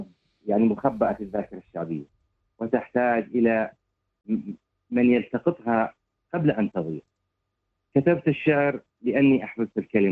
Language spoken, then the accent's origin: Arabic; Syria; عندنا في سوريا